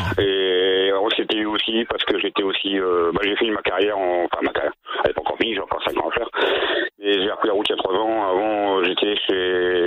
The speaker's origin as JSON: {"language": "French", "region": "Hauts-de-France", "country": "France", "said": "Les Ch'tis parce qu'on est du Nord, Truckers parce qu'on est tous des routiers."}